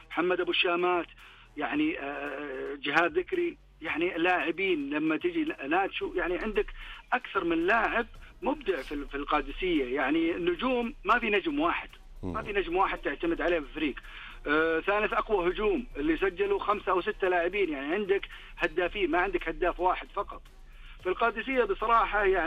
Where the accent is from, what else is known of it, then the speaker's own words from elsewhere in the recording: Saudi Arabia; إحنا كسعوديين